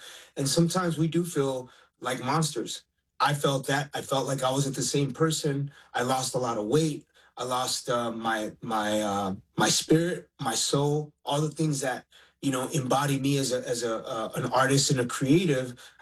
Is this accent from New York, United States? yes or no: no; Los Angeles, California, United States; I'm a proud Native American kid from East L.A., born in Boyle Heights. And, you know, I'm Native American and Mexicano.